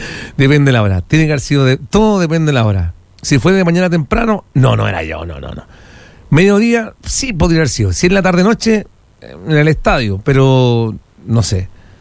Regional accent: Viña del Mar, Valparaíso, Chile; Yo soy de Viña del Mar, fuimos el fin de semana a Quintero, todo estaba muy lindo, mucha gente, ¿eh?

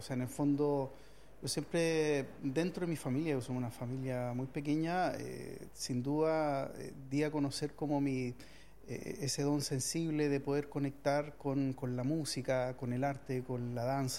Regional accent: Santiago, Santiago Metropolitan Region, Chile; nacido y criado de Santiago.

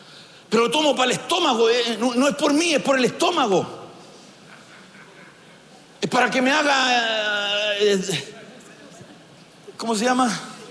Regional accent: Chile

